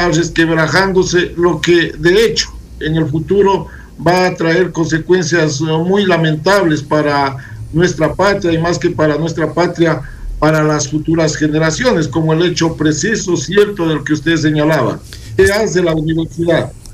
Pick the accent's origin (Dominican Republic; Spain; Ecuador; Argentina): Ecuador; nosotros como ecuatorianos, como zamoranos, como lojanos